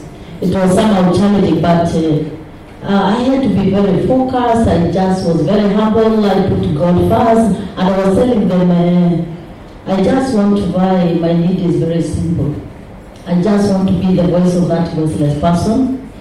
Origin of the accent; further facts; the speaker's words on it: Meru, Eastern Province, Kenya; born there; I was born in Meru, that is the former Eastern Province. I got married to Rift Valley, to Akalejin.